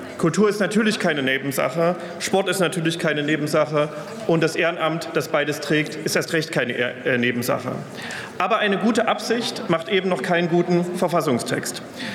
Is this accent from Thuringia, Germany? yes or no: yes; Weimar, Thuringia, Germany; born there; Ich wurde in Weimar geboren und wer aus Weimar kommt, der lernt sehr früh, Verfassungen sind keine Wunschzettel.